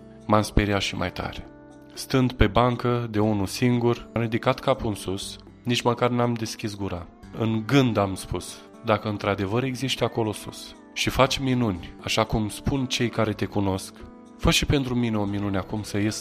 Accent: Galați, Galați County, Romania; born or raised there

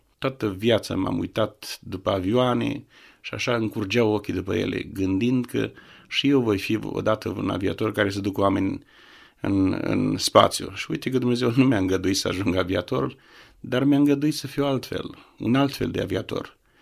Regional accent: Negreni, Botoșani County, Romania; born there; Am crescut într-o familie de credincioși. M-am născut în Negreni, județul Botoșani, poate că mai cunoașteți pe alții născuți acolo, într-o familie de baptiști

